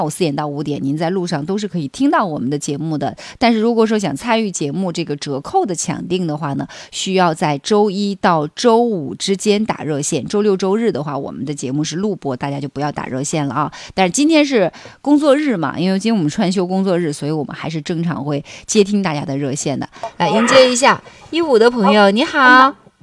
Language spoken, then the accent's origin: Chinese; China; 我们中国人吃鱼生的历史是非常非常悠久的